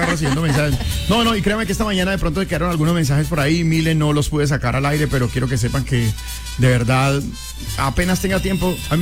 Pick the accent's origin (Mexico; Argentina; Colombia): Colombia; La Dorada, Caldas; born there; Soy nacido en La Dorada, el Magdalena